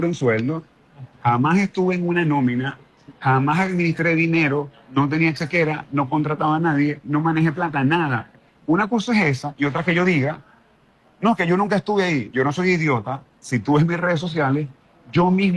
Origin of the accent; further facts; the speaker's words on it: Maracaibo, Zulia, Venezuela; moved away as an adult; now in Houston, United States; yo soy un tipo que mide 1,93, que soy maracucho, que hablo duro